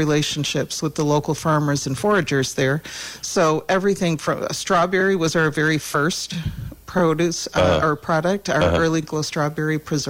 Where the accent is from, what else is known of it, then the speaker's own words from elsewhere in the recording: Chicago, Illinois, United States; moved away as an adult; now in Saugatuck, United States; I am from the Chicago area originally